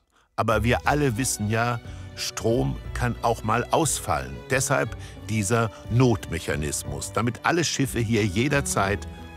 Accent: Kassel, Hesse, Germany; Vom Norden in meine Geburtsstadt Kassel. Hier bin ich aufgewachsen.

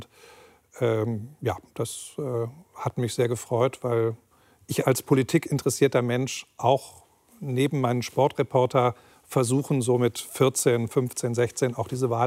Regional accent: Solingen, North Rhine-Westphalia, Germany; born there; Aus meiner Geburtsstadt, ja.

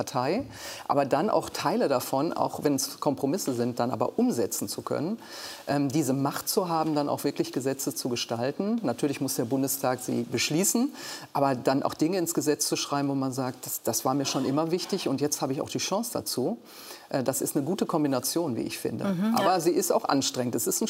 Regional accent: Duisburg, North Rhine-Westphalia, Germany; now in Berlin, Germany; Also ich bin auch gerne in meiner Heimat, wenn die Zeit es erlaubt. Ich bin natürlich jetzt viel mehr in Berlin eingebunden. Mhm. Aber trotzdem bin ich immer wieder gerne in Duisburg.

